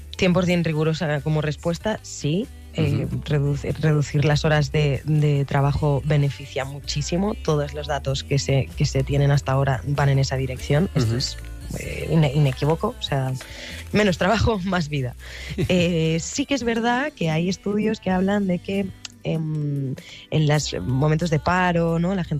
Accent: Barcelona, Catalonia, Spain; en mi ciudad natal, Barcelona.

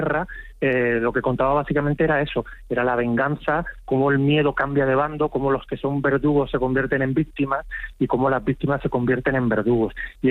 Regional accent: Spain; Kosovo es como para un español... aunque no tenemos ese sentimiento tan nacionalista como lo tiene un serbio

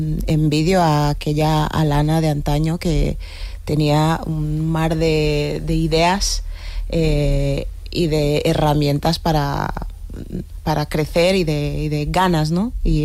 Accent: Guinea-Bissau

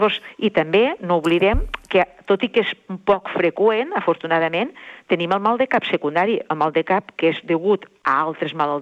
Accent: Tortosa, Catalonia, Spain; Sí, de Tortosa.

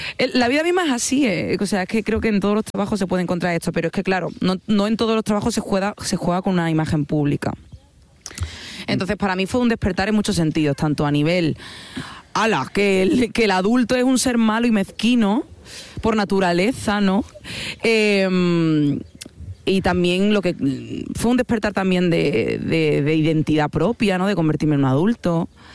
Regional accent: Andalusia, Spain; Yo soy andaluza. Me encanta reírme, pasármelo bien.

